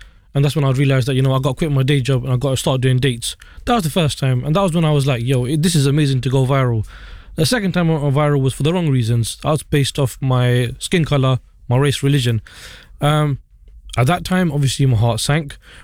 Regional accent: London, United Kingdom; also born or lived in Punjab, Pakistan; grandparents are in Pakistan. My parents are here. So I was really and truly second generation, but I was a baby when I came here. And my parents took me straight to Forest Gate. So I'm from Forest Gate. I'm East London and proud.

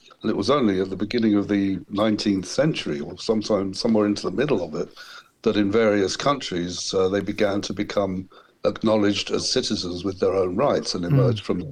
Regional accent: England, United Kingdom; oh, no, I'm an Englishman. I live in England, and this is my home right here next to yours.

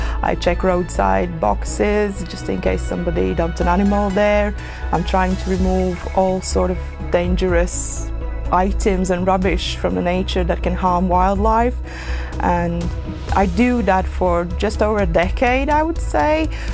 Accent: Latvia; moved away as an adult; now in England; Originally, I am from Latvia, and as Latvians, I think it's in our blood to the core.

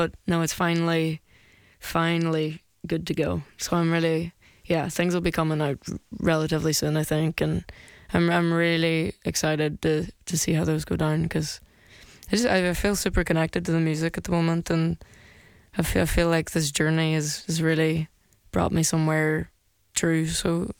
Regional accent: Derry, Northern Ireland, United Kingdom; We grew up in Derry together, next door neighbours.

